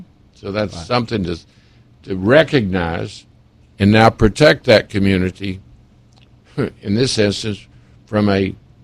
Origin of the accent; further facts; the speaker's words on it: Houston, Texas, United States; I grew up in Houston. I lived here before 1975.